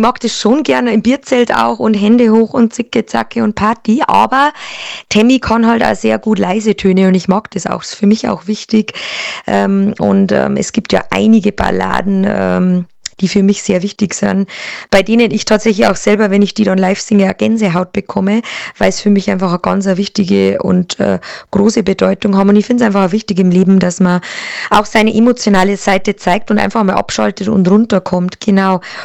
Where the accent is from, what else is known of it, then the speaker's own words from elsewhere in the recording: Bavaria, Germany; Das ist so, ja, meine Hymne an Bayern, an meine Heimat, an meine Fans direkt auch.